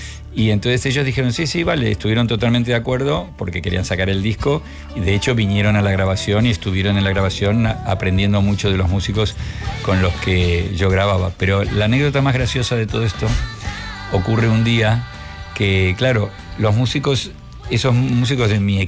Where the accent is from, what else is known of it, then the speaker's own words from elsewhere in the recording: Murcia, Region of Murcia, Spain; y yo decía, pero si soy de Murcia. ¿Dónde está?